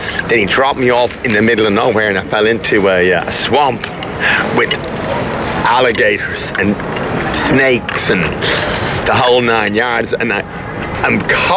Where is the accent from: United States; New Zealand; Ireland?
Ireland; Look, Your Honour, I'm an Irish citizen. For God's sakes, I mean, I've done nothing wrong.